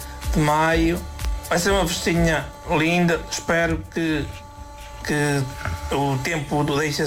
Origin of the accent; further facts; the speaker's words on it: São Pedro de Alba, Portugal; now in France; Queria relembrar a nossa festinha da nossa terra, pois, em São Pedro de Alba, Quintela São Pedro de Alba.